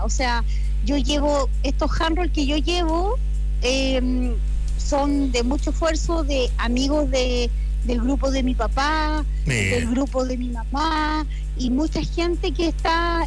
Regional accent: Calama, Antofagasta, Chile; born there; moved away as an adult; now in Angol, Chile; yo soy de Calama. Llegué hace 8 años aquí a Angol, soy angolina, pero me fui muy chiquitita de acá

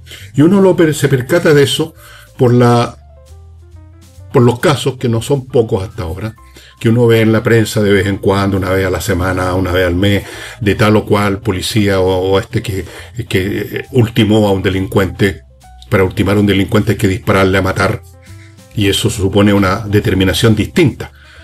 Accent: Chile

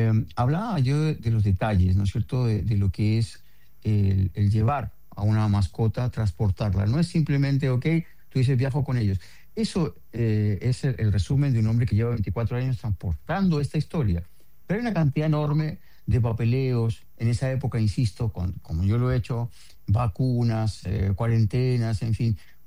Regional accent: Chile

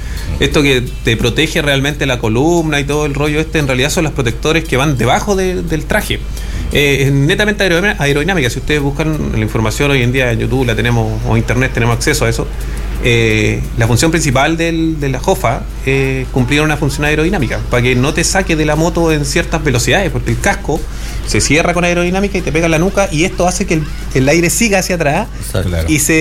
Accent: Santiago, Santiago Metropolitan Region, Chile; moved away as an adult; now in Quilpué, Chile; yo soy santiaguino. Viví hace 10 años de Santiago para acá.

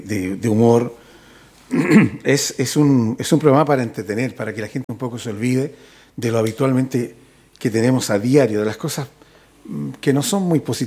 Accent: Chile; Nosotros hablamos con muchos modismos también, habitualmente. Así somos nosotros, los chilenos.

